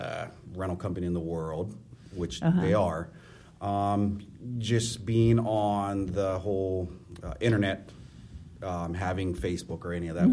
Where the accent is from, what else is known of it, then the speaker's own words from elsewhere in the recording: Hawaii, United States; I'm from Hawaii.